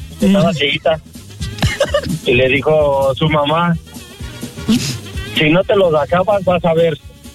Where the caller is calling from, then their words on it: Tlalnepantla, State of Mexico, Mexico; De Tlanepantla.